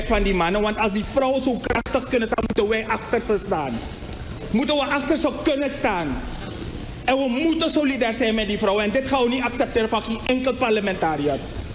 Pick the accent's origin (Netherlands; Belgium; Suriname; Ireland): Suriname; wij als Surinamers